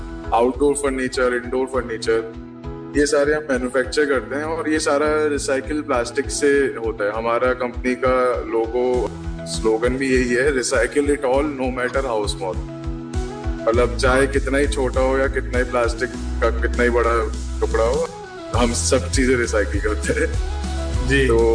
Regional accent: Jaipur, Rajasthan, India; मैं जयपुर से बिलोंग करता हूँ।

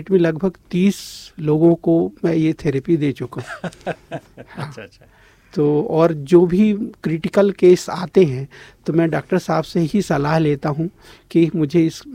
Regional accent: Jabalpur, Madhya Pradesh, India; मैं जबलपुर से बिलोंग करता हूँ

